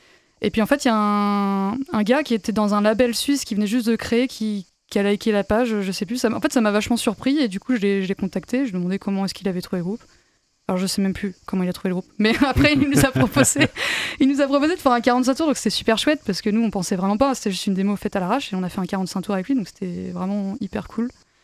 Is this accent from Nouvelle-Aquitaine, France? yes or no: no; Saint-Nazaire, Pays de la Loire, France; also born or lived in Montpellier / Nantes; Alors moi, je suis originaire de Saint-Nazaire.